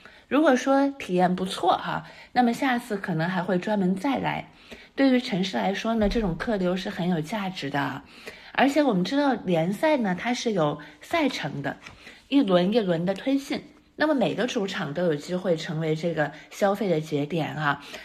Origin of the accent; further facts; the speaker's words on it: Jiangsu, China; 因为我自己是江苏人啊，所以对江苏各个城市呢，多少都有一种天然的熟悉感和亲切感啊。